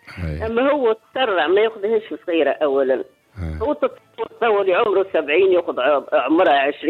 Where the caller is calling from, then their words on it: Hammamet, Nabeul Governorate, Tunisia; من الحمامات.